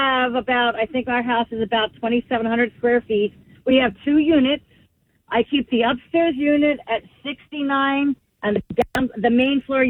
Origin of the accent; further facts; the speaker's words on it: Pennsylvania, United States; now in Brick, United States; I came from Pennsylvania and have been married now here for 40 years.